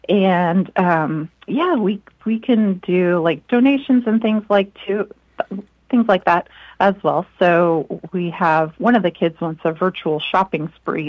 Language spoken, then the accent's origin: English; Beatrice, Nebraska, United States; we take care of kids across Nebraska, and I would love to do it for my hometown of Beatrice to grant these wishes.